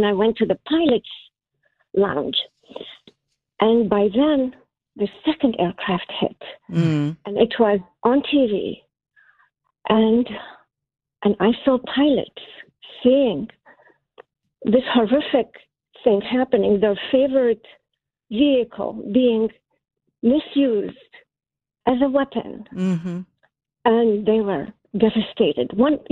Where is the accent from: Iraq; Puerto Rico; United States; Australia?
Iraq; I'm from Iraq, and back then I knew right away that something will happen, like a war will happen.